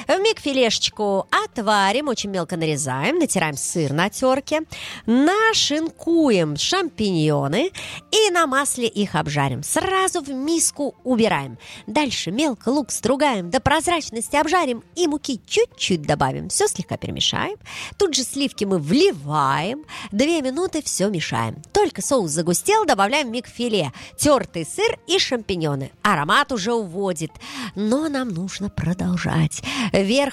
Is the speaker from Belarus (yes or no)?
yes; Belarus; У нас в Беларуси